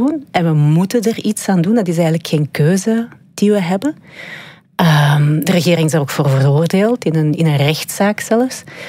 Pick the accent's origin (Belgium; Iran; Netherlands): Belgium; Leuven, Flanders; En de helft van mijn familie is West-Vlaams. En de eerste keer dat ik me echt een buitenbeentje voelde, ik ben opgegroeid in Leuven, was als ik mijn West-Vlaamse familie ontmoette en ze niet verstond.